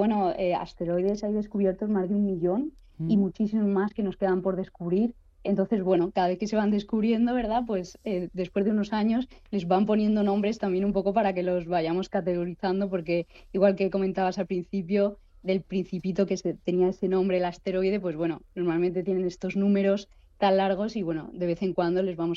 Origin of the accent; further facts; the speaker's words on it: Madrid, Community of Madrid, Spain; yo soy de Madrid